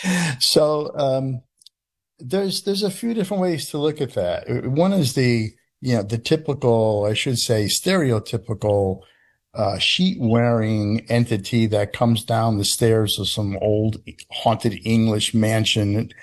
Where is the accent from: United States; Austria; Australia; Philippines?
United States; New England; So, you know, I grew up in New England, and, you know, any time you're anywhere in New England